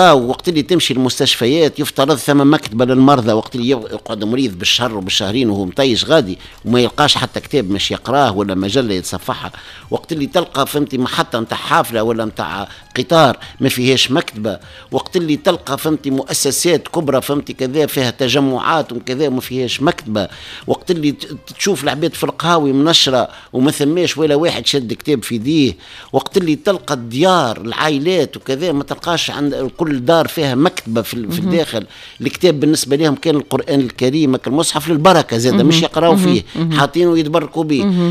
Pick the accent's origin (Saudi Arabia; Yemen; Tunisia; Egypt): Tunisia; انا ككاتب تونسي